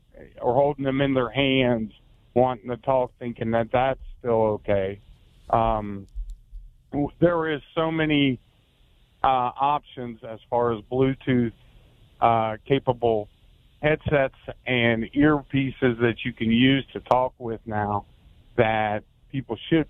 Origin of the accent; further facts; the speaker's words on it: Grove City, Ohio, United States; now in Charleston, United States; I grew up in Ohio, Grove City, Ohio.